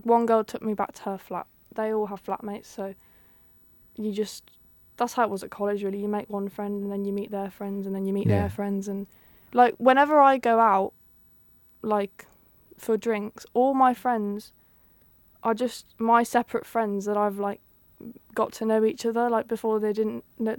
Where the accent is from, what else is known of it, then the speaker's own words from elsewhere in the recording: Halesowen, West Midlands, United Kingdom; they asked me where I'm from, and I say, how's Owen? I'm from Colleygate, but I say, how's Owen?